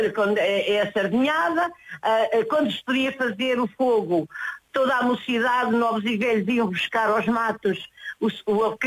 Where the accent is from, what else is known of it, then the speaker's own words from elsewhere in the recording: Vila do Paço, Centro, Portugal; convidei as marchas do entroncamento de Torres Novas e a nossa, aqui para a minha terra.